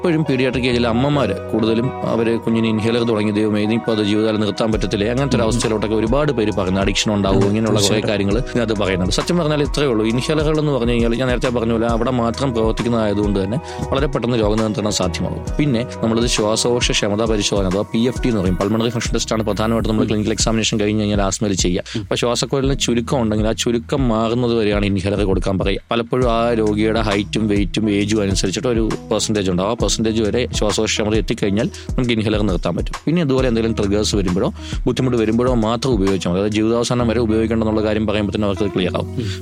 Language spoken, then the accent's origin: Malayalam; Kerala, India; ഞാൻ കുന്നുകൂടി സ്വദേശിയാണ്.